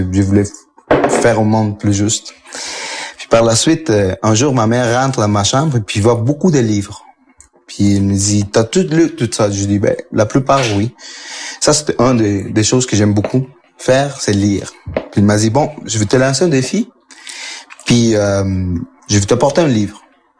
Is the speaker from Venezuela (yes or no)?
yes; Venezuela; Je suis né au Venezuela. Je suis le dernier des 13 enfants. Et j'ai grandi pendant mon enfance, puis mon adolescence, c'était très joyeux